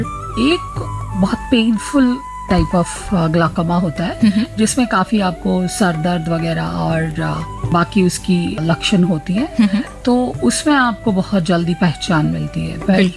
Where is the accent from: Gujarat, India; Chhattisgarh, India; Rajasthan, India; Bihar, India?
Gujarat, India; also born or lived in Dahod; मेरी कर्म भूमि अहमदाबाद है, मैं गुजरात से हूँ और मेरी जन्म भूमि दाहोद है। मेरा जन्म दाहोद में हुआ और उसके बाद मेरे पापा की ट्रांसफरेबल जॉब थी तो हमेशा दाहोद से बाहर रहे।